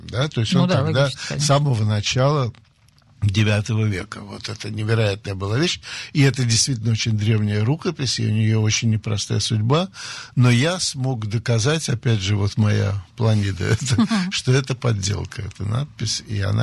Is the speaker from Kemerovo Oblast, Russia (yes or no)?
no; Saint Petersburg, Russia; Слушайте, я мальчик питерский, занимался каратэ, прошел русскую армию советскую, вообще командиром танка был